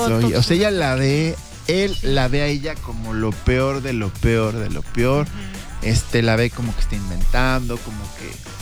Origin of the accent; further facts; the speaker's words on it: San Luis Potosí, Mexico; born there; mi pueblo, mi ciudad que me vio nacer.